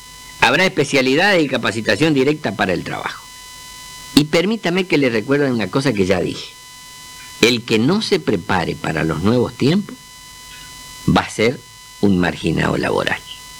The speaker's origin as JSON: {"language": "Spanish", "country": "Argentina", "said": "a mí como argentino"}